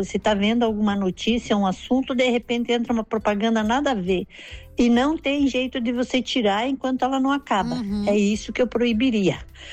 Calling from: Curitiba, Paraná, Brazil; Oi. Falo do Campo Comprido.

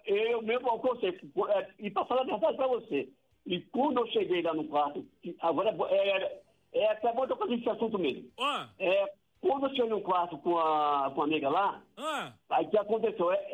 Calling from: Pernambuco, Brazil; e eu também sou, a gente somos de Pernambuco.

